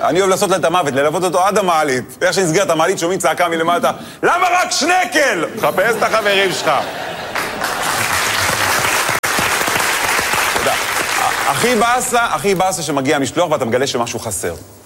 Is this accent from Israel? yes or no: yes; Netanya, Central District, Israel; האמת, אני גדלתי בנתניה, לא יצא לי, בחיים לא היה לי שליח בבית, כי אמא טריפוליטאית, אמא מכינה הכל.